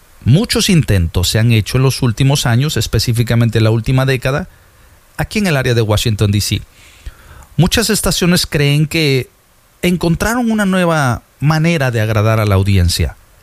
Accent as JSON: {"language": "Spanish", "region": "Veracruz", "country": "Mexico", "said": "yo soy de oro, yo soy Jarocho."}